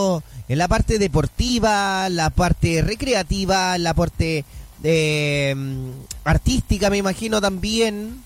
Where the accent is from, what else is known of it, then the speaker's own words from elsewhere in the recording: Chile; Somos chilenos, pues, somos chilenos.